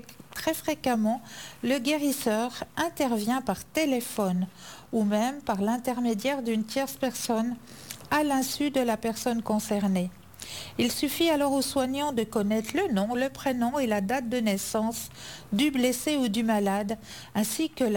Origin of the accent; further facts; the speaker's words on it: Switzerland; ici chez nous en Suisse